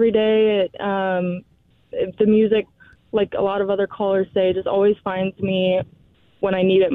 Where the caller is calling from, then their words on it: Lincoln, Nebraska, United States; Lincoln, Nebraska.